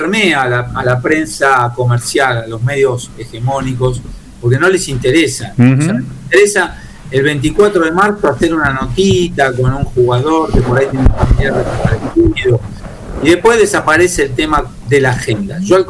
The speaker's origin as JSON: {"language": "Spanish", "country": "Argentina"}